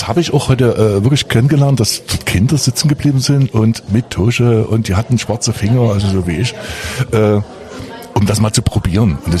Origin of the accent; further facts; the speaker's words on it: Scotland, United Kingdom; Aber die Grundgeschichte ist im Prinzip das schottisch. Deswegen als Schotte finde ich immer interessant, dass man mir die Frage immer stellt.